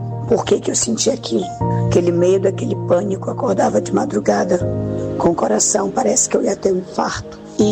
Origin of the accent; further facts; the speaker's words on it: Ananindeua, Pará, Brazil; sou de Ananindeua, do Pará.